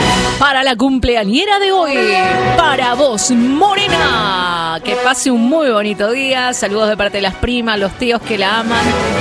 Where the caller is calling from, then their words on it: Buenos Aires, Argentina; Hola, buenos días, Fabi. … de Caballito, Buenos Aires.